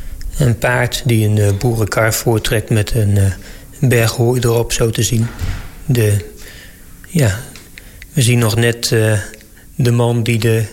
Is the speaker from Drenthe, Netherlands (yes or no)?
yes; Gieten, Drenthe, Netherlands; Ik kom zelf uit Gieten